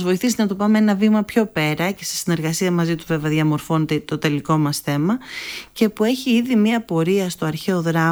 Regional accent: Greece; ακριβώς επειδή είμαστε Έλληνες

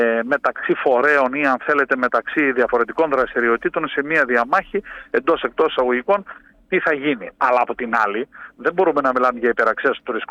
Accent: Central Macedonia, Greece; που λένε στο χωριό μου στη Χαλκιδική.

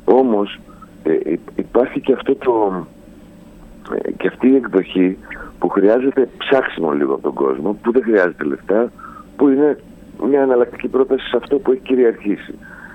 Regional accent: Thessaloniki, Central Macedonia, Greece; ειδικά σαν Σαλονικιός είναι ο

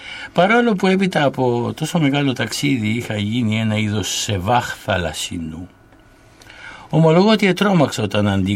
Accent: Athens, Attica, Greece; «Νο», απάντησα, «je suis Athènes», δηλαδή από της Αθήνας.

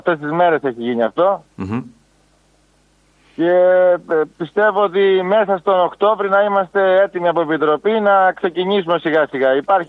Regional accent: Strefi, Western Greece, Greece; στο χωριό μου, τώρα που είμαι πρόεδρος 3 χρόνια

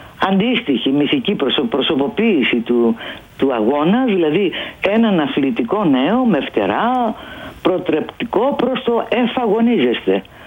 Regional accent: Kefalonia, Ionian Islands, Greece

